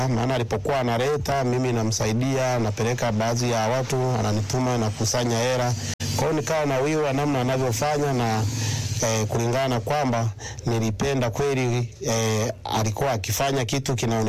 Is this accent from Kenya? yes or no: no; Bunda, Mara, Tanzania; now in Mwanza, Tanzania; Mara nyingi ninapatikana Mwanza, japo asilimia kubwa nimekulia hapa Bunda.